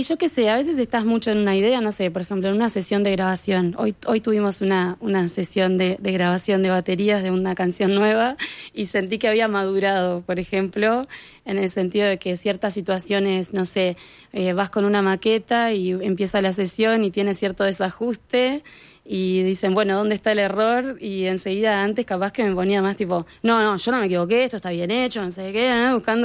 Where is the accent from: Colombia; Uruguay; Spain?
Uruguay; Ciudad de la Costa, Canelones; also born or lived in Montevideo; now in Neptunia, Uruguay; Me crié en la ciudad de La Costa, en Lomas de Solimar.